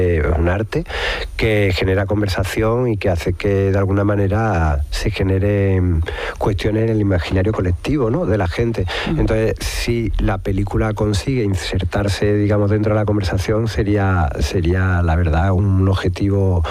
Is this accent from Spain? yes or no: yes; Seville, Andalusia, Spain; now in Madrid, Spain; Yo soy de Sevilla, nacido en Triana. Vivo gran parte del año en Madrid por cuestiones de trabajo, porque también doy clases allí